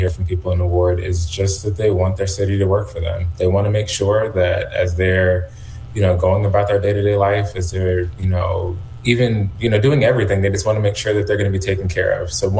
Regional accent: Georgia, United States; I'm from Georgia

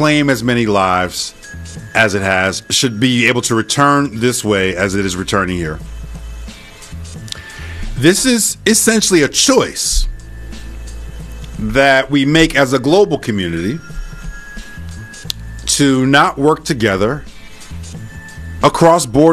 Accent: Newark, New Jersey, United States; That's Newark, New Jersey. That's my hometown.

